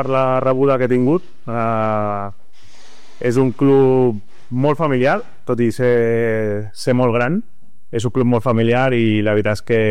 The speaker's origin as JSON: {"language": "Catalan", "town": "Terrassa", "region": "Catalonia", "country": "Spain", "said": "Jo soc de Terrassa"}